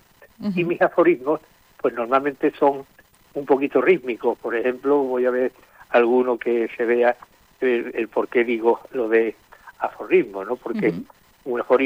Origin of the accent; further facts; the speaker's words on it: Andalusia, Spain; Yo soy andaluz y no tengo que estar reafirmándome.